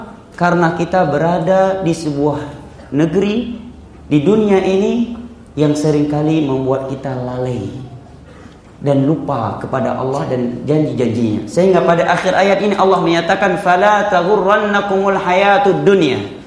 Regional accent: Pidie Jaya, Aceh, Indonesia; di daerah saya terjadi sepertiga akhir malam sebelum waktu subuh di Pidijaya.

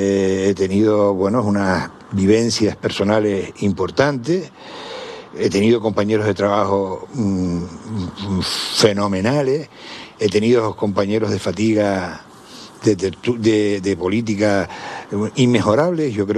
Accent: San Cristóbal de La Laguna, Canary Islands, Spain; born there; Yo nací en La Laguna, en la calle de Herradores.

